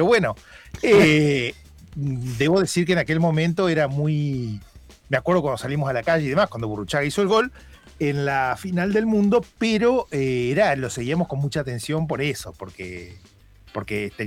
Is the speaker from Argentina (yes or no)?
yes; Gualeguay, Entre Ríos, Argentina; yo soy oriundo de Gualeguay